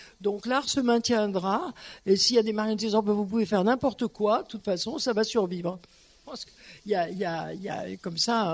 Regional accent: Lyon, Auvergne-Rhône-Alpes, France; moi, je suis lyonnaise

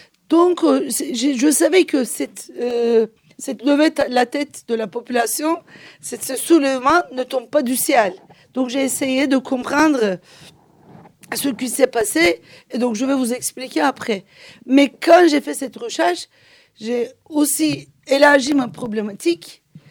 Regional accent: Turkey; French is a second language; J'ai grandi, je suis une Turque, je vis en Istanbul

